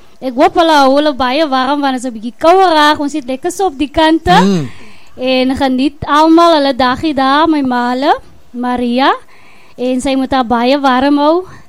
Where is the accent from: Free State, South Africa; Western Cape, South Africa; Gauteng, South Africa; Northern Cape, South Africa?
Western Cape, South Africa; Mossel Bay; Ek kom hier van Topsy Mosselbaai.